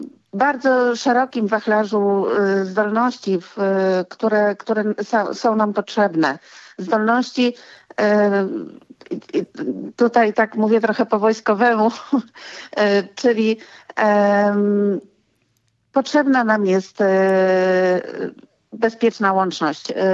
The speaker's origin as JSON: {"language": "Polish", "town": "Warsaw", "region": "Masovian Voivodeship", "country": "Poland", "said": "jako warszawianka bardzo się cieszę, że to będzie w Warszawie, chociaż troszeczkę moje serce też jest rozdarte, bo jestem pół krwi krakowianką"}